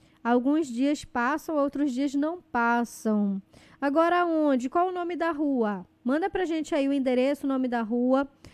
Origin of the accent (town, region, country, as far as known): Brazil